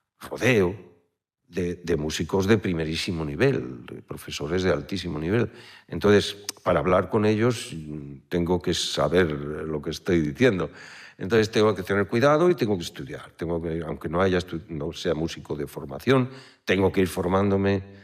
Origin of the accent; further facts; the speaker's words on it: Zaragoza, Aragon, Spain; born there; first language Spanish; Yo nací aquí en las calles de Zaragoza